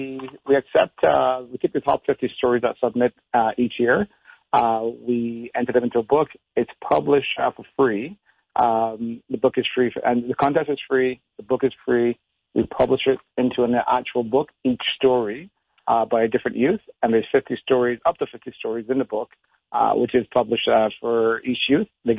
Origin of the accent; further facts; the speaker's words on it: Barbados; moved away; I grew up back home in Barbados and then, sort of running around in the streets.